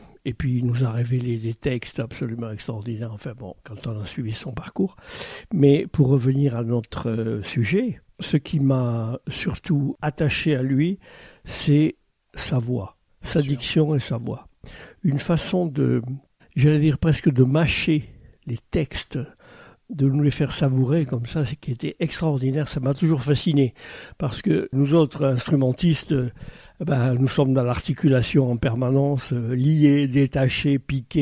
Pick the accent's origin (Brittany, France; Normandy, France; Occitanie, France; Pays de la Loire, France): Occitanie, France; Toulouse; lui-même étant originaire de Toulouse, comme moi. Donc, quand j'étais jeune étudiant à Toulouse